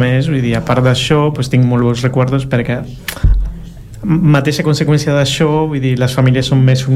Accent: El Salvador; Sí, bueno, jo vaig néixer a Salvador en un context de postguerra. Vaig viure la meva infància en aquest context.

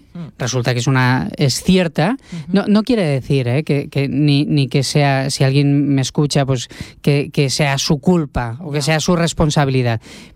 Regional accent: Tarragona, Catalonia, Spain; now in Barcelona, Spain; Yo soy natural de Tarragona, soy tarragoní.

